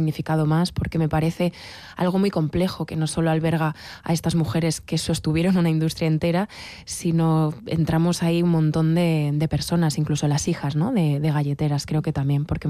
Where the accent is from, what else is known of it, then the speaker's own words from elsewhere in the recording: Aguilar de Campoo, Castile and León, Spain; acercarme a mi pueblo